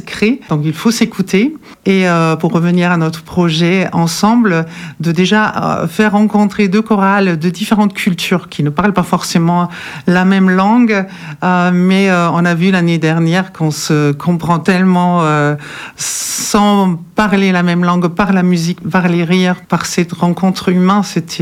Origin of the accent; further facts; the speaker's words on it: Germany; French is a second language; now in Dordogne, France; voilà, je suis allemande, comme vous pouvez peut-être déjà savoir à rapport de mon nom. Ça fait 20 ans maintenant que je vis en Dordogne